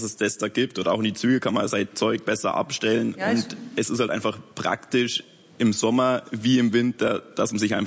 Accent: Lenggries, Bavaria, Germany; ich bin aus Lenggries

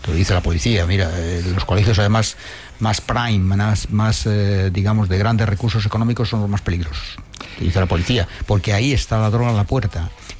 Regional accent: Madrid, Community of Madrid, Spain; los años 60, 70, de mi infancia, era un riesgo en Chamberí jugando las chapas. Esto era lo que yo hacía.

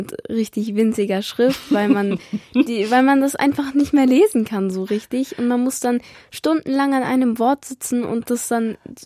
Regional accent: Munich, Bavaria, Germany; Also ich komme aus München.

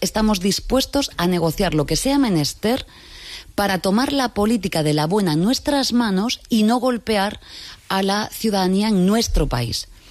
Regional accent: Spain

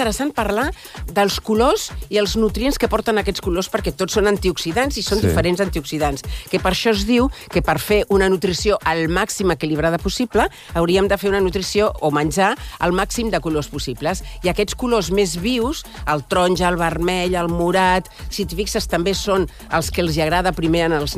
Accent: Catalonia, Spain; jo sóc de l'Urgell

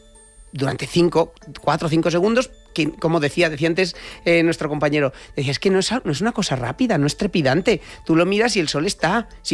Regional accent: El Pedernoso, Castilla-La Mancha, Spain; now in Community of Madrid, Spain; En Cuenca del Pedernoso, que es mi pueblo

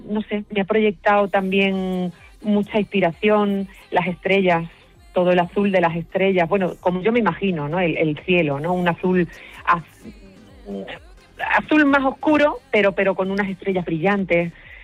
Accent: Community of Madrid, Spain; voy a estar en mi tierra, voy a estar en Madrid

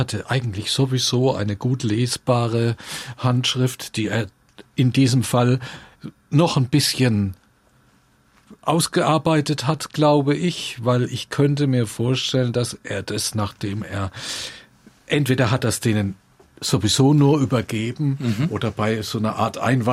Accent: Würzburg, Bavaria, Germany; ich bin Würzburger

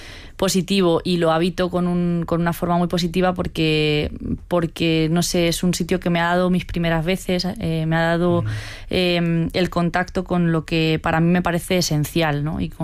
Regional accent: Madrid, Community of Madrid, Spain; pues nací en Madrid y me crié un poco en la periferia madrileña

